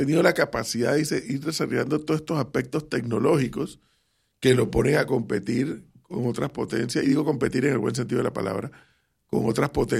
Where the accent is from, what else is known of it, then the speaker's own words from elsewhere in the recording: Panama; para mí, como panameño